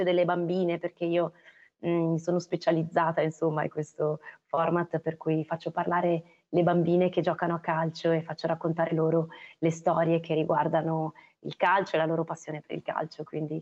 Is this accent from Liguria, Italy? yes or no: yes; Pra, Liguria, Italy